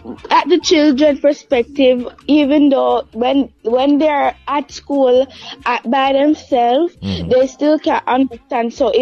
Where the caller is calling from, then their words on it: Saint Andrew, Jamaica; I'm calling from St. Andrew.